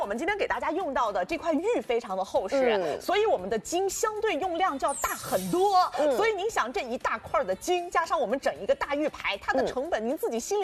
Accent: China; 我们中国人

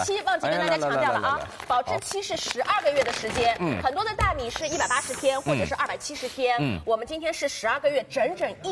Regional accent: Shanghai, China; 我们上海人很爱吃香肠菜饭的

